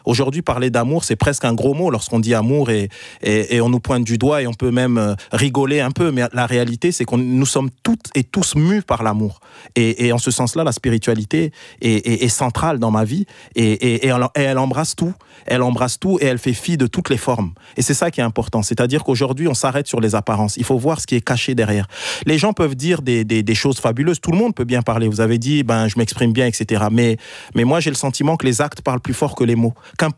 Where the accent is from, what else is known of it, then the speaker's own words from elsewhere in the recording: France; c'est en tant que Français, c'est en tant qu'Européen